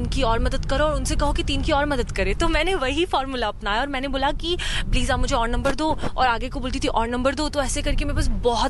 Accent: Rajasthan, India; मैं राजस्थान से बिलोंग करती हूँ

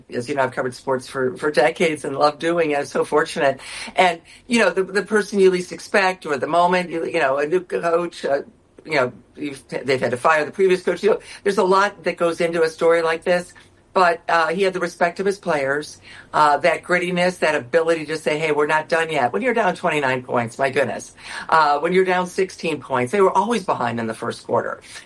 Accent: Toledo, Ohio, United States; I'm a Midwesterner. I'm from the suburbs of Toledo, Ohio, so I don't necessarily have a New York bias by any means.

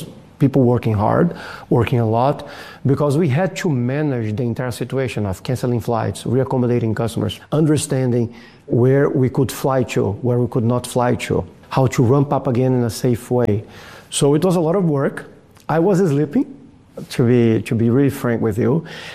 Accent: Brazil; now in Abu Dhabi, United Arab Emirates; I traveled to my home country in Brazil

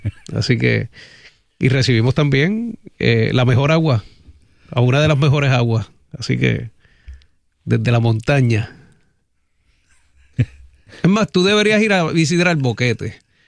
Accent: Peñuelas, Puerto Rico

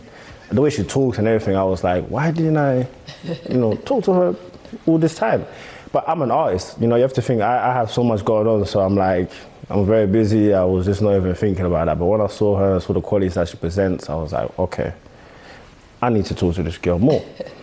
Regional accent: London, United Kingdom; I was like, yeah, of course I'm from London.

